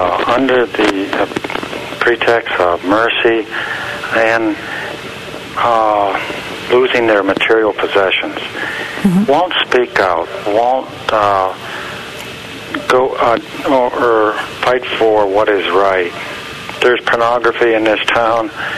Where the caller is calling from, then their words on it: Johnstown, Pennsylvania, United States; Johnstown, Pennsylvania.